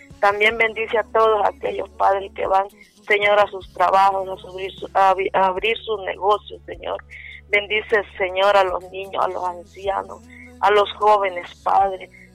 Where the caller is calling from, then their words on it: Danlí, El Paraíso, Honduras; Te llamo de aquí, de la Colonia Los Pinos, Danlí.